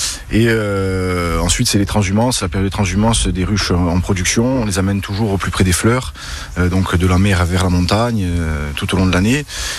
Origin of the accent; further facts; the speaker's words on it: Corsica, France; nous chez nous en Corse